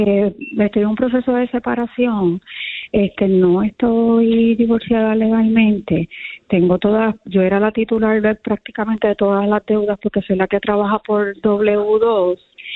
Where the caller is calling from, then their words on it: Gurabo, Puerto Rico; yo vivo en Gurabo, Caguas.